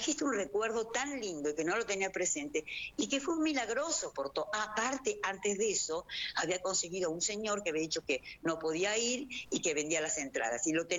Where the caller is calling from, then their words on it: Lomas de Zamora, Buenos Aires Province, Argentina; Yo vivo en Lomas de Zamora